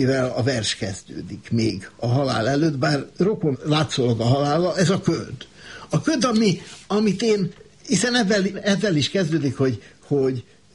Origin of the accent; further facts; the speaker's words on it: Budapest, Hungary; kisgyerek koromban ott a körút körül, ahol laktunk, ugye a Gyár utca és a Terész körül